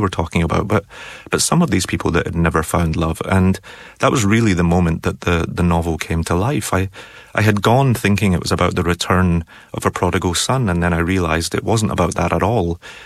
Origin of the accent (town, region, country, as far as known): Glasgow, Scotland, United Kingdom; born or raised there